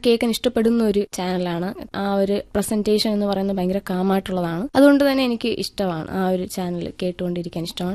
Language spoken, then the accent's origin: Malayalam; Attingal, Kerala, India; കോരാണി ആറ്റിങ്ങൽ ഭാഗത്തു നിന്നാണ് വരുന്നത്.